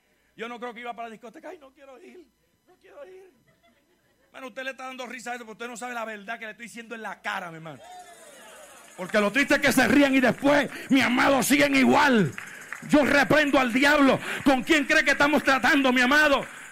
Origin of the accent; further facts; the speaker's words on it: Puerto Rico; Yo soy puertorriqueño, sopórteme.